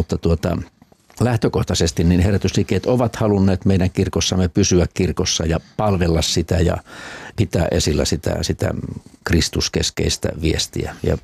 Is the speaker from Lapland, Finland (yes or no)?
no; South Ostrobothnia, Finland; siellä mun omilla synnyin sijoilla Etelä-Pohjanmaalla